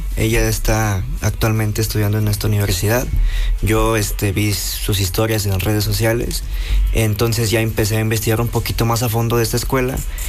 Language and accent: Spanish; Ixtapaluca, State of Mexico, Mexico; moved away as an adult; Iztapaluca, Estado de México. Entonces sí es como que nunca había como que estudiado fuera de mi ciudad o de mi estado.